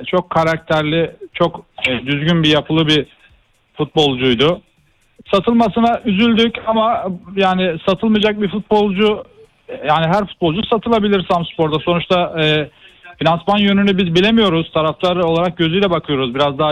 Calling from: Samsun, Turkey; Samsun'dan arıyorum ben.

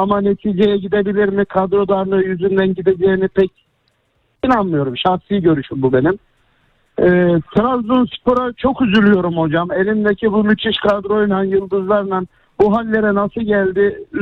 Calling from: Sivas, Turkey; ben bir Sivaslı olarak

